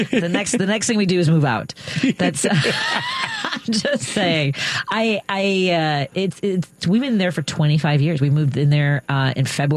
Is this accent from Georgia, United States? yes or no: no; Norwood, Illinois, United States; I grew up in Norwood, yeah, but okay. I grew up in a one bedroom apartment above what was a paint. When we moved in, it was a paint store, became a bank.